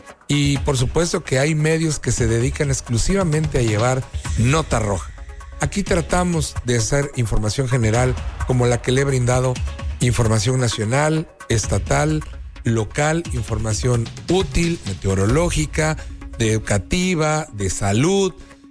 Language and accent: Spanish; Mexico; a veces los propios enemigos somos los mismos mexicanos, siendo que debíamos de apoyarlos.